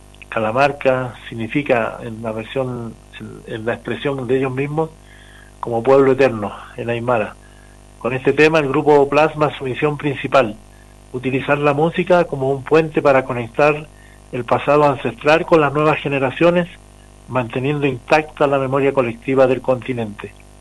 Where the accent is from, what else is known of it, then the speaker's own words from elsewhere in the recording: Arica y Parinacota, Chile; en nuestra región de Arica-Parinacota